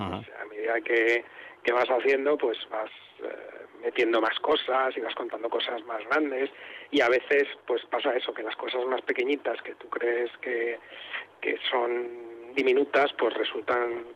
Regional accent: Ibiza, Balearic Islands, Spain; born or raised there; moved away

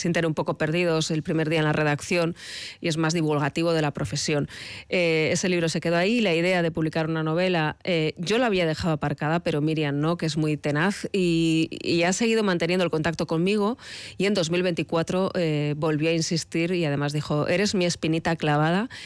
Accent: Pamplona, Navarre, Spain; now in Madrid, Spain; cuando pasas el Ecuador de más años en Madrid que en Pamplona, eso duele. Ya. Pero ahí estás reivindicando de dónde eres, de dónde vienes y tu tierra.

